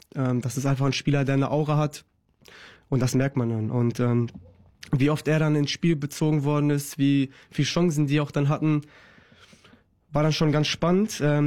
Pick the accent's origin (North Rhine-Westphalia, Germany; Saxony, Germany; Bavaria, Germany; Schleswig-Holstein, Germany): North Rhine-Westphalia, Germany; Dortmund; für mich als Dortmunder, ich habe ihn ja auch schon auf verschiedenen Positionen spielen gesehen